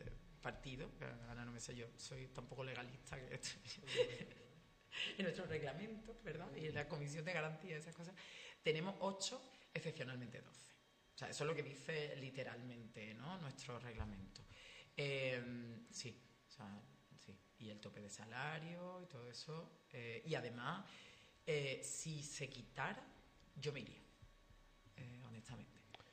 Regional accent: Andalusia, Spain; yo como campo gibraltareña

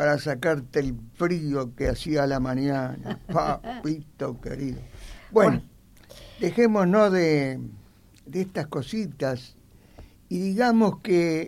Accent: Argentina; born there; porque tengo sangre italiana y por otro lado nací en Argentina.

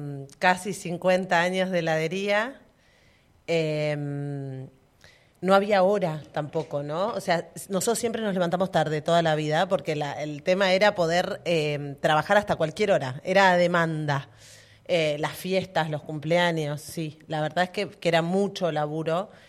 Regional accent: Cipolletti, Río Negro, Argentina; Yo fui criada en esa esquina

